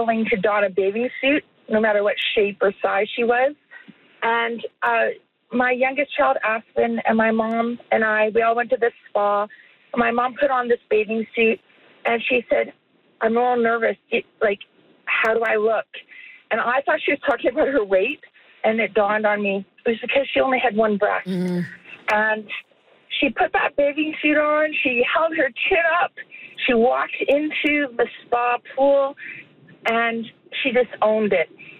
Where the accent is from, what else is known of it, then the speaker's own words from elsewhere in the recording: British Columbia, Canada; So I grew up on Vancouver Island, and my mom was diagnosed with primary colorectal cancer and primary breast cancer.